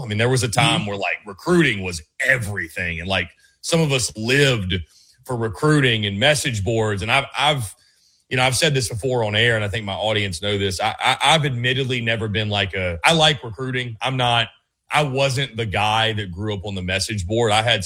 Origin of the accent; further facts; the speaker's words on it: South Carolina, United States; now in Nashville, United States; I grew up in South Carolina, man. I was 2 hours from a beach.